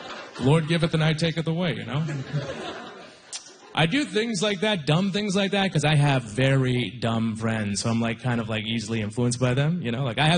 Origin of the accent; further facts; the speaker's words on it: Halifax, Nova Scotia, Canada; But I grew up here my whole life in Nova Scotia. Halifax, Nova Scotia. I grew up in Halifax, Nova Scotia. I grew up here my whole life.